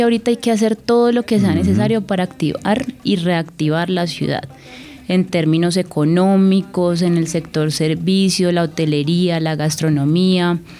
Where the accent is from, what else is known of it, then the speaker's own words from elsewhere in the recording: Cali, Valle del Cauca, Colombia; como buena caleña, amo mi ciudad, creo que soy una mujer muy afortunada por haber nacido en Cali